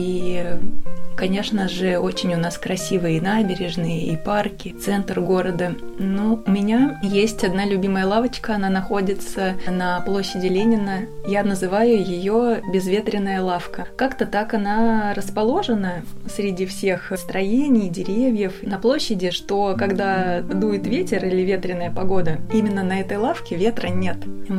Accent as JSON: {"language": "Russian", "town": "Bryansk", "region": "Bryansk Oblast", "country": "Russia", "moved": "as an adult", "lives_now": "Oryol, Russia", "said": "Я сама не из Орла, я из Брянска. И я приехала сюда учиться. И в первые годы там учебы в институте, и после, когда я осталась жить в Орле, для меня это был такой город временный. Я ездила домой часто"}